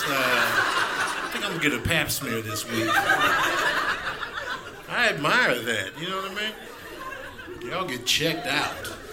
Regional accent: Chicago, Illinois, United States; now in California, United States; I'm from Chicago originally. I live in Cali now, though. grew up in the Chicago public school system, you know.

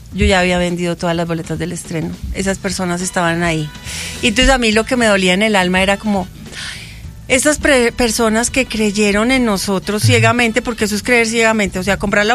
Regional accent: Panama; O sea, no, pues me toca que me devuelvan porque yo soy de Panamá.

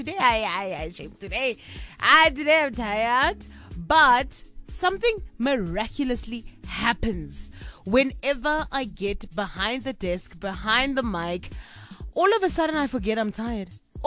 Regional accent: South Africa; I absolutely love being South African on any day

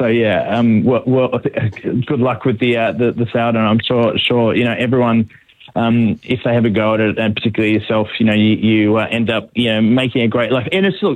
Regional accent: Sydney, New South Wales, Australia; moved away as an adult; now in Melbourne, Australia

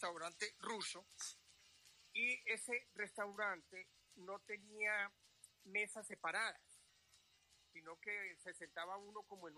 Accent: Colombia; soy colombiano, soy periodista

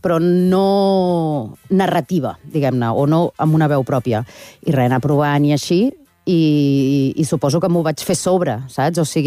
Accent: Barcelona, Catalonia, Spain; also born or lived in Oviedo; arribar aquí a Barcelona, a Catalunya, quan tenia un any. Llavors, lo d'Oviedo sempre és anecdòtic, però no sóc d'Oviedo, realment.

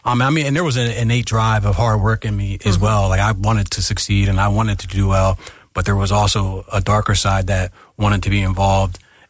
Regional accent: Pennsylvania, United States; we grew up in suburbia, we grew up in East Narn, Pennsylvania. Yeah. So that was, the outskirts of Narstown.

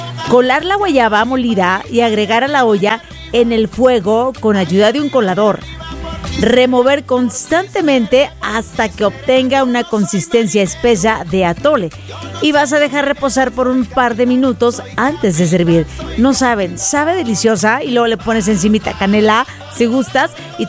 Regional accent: Mazatlán, Sinaloa, Mexico; Y yo sí soy marinera porque soy de Mazatlán, Sinaloa. Soy de mar, sí señor. Soy costeña.

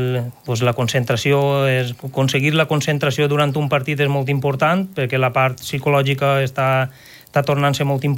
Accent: Villalonga, Valencian Community, Spain; Jo sóc de Villalonga.

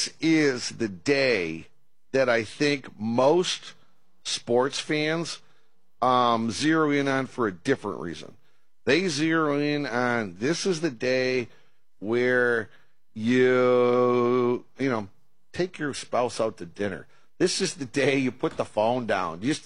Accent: Detroit, Michigan, United States; When I grew up as a kid, I grew up in Detroit, American League City.

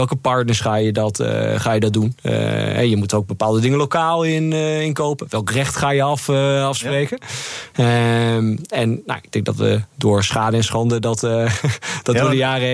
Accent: Netherlands; moved away

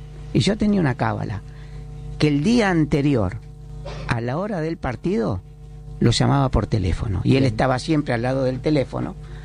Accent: Argentina; born there; also born or lived in Italy; ¿Yo soy italiano o argentino? No, usted es italiano. Me vine cuando tenía un año y medio.

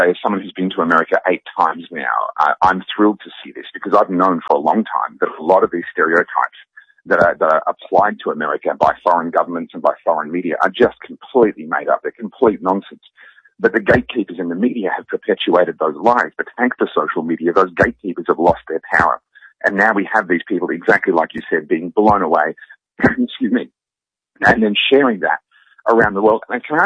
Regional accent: Australia; No, as an Australian, I am coming over here as a foreigner and I'm going to tell you what's wrong with your country

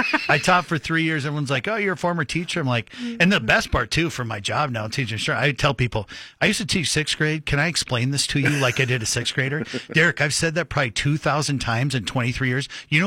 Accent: Montana, United States; My parents and I grew up in Montana, so on vacation, my dad would drive us over to the Kingdom in Seattle.

